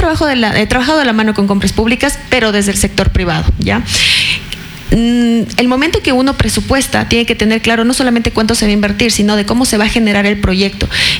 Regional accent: Pelileo, Tungurahua, Ecuador; moved away as an adult; han pasado casi 11 años desde que yo fui reina de mi cantón

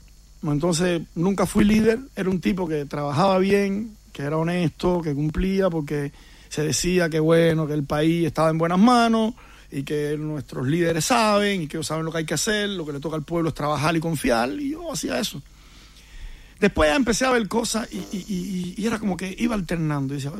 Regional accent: Cuba; En Cuba, en mi pueblo, ahí, uno de los líderes más grandes o que más mediático era en la oposición en Cuba era de mi pueblo

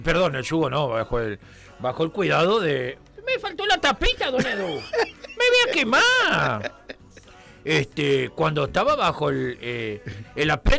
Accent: Santa Fe, Argentina; born there; Y nací en Santa Fe, don Pablo.

